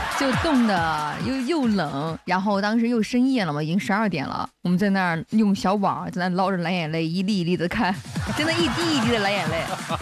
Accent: Hefei, Anhui, China; born there; 我小时候在合肥

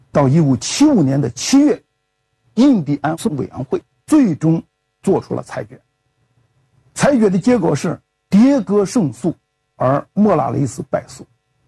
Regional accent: China; 我们中国人

